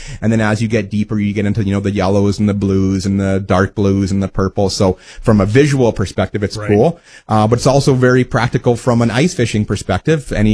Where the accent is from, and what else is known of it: Wawota, Saskatchewan, Canada; born or raised there